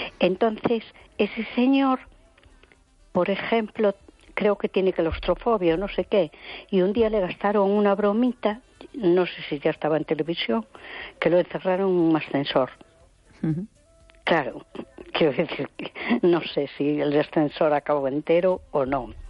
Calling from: A Coruña, Galicia, Spain; de Coruña.

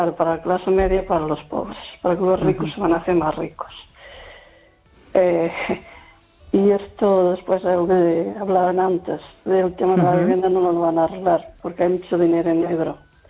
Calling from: Lugo, Galicia, Spain; Hola, buenas noches

